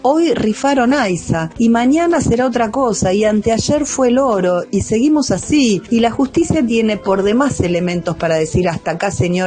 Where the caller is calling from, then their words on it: San Martín, Buenos Aires Province, Argentina; de San Martín.